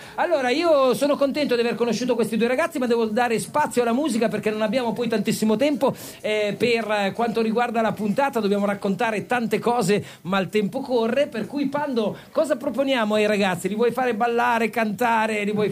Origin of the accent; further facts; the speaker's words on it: Bologna, Emilia-Romagna, Italy; Bolognese.